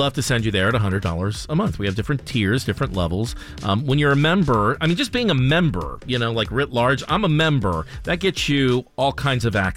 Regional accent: Highland Park, Illinois, United States; also born or lived in Los Angeles; I'm from Chicagoland. Thank you. We lived in LA for many years, settled back in the Midwest to raise our kids.

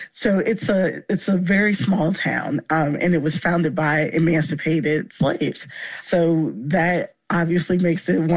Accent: Virginia, United States; I grew up in Virginia.

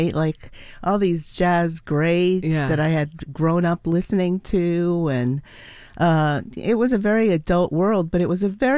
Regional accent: New York, United States; Oh, well, I grew up in New York, like I'm saying, and New York radio was delicious at the time.

